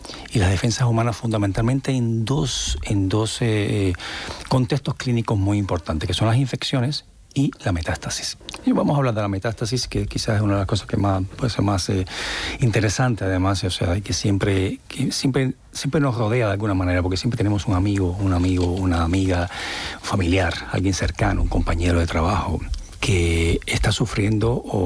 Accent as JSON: {"language": "Spanish", "country": "Cuba", "said": "O sea, yo soy cubano"}